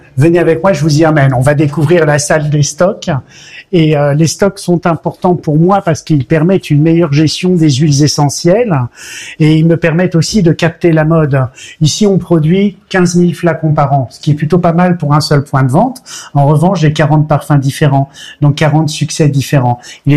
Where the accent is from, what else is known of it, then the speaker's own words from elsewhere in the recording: Toulon, Provence-Alpes-Côte d'Azur, France; now in Namur, Belgium; j'ai une enfance plutôt française, je suis né à Toulon, et comme vous venez de le dire, mon père était sous-marinier, et comme vous venez de le dire, mes origines sont bretonnes.